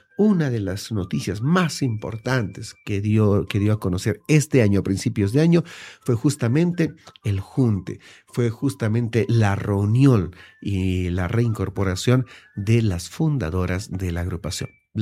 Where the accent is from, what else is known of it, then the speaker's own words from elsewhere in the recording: Bolivia; lo que somos los bolivianos